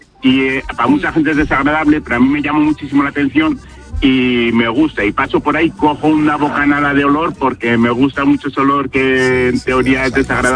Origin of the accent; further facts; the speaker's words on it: Pamplona, Navarre, Spain; Mi olor es un olor un poco especial, pero yo soy de Pamplona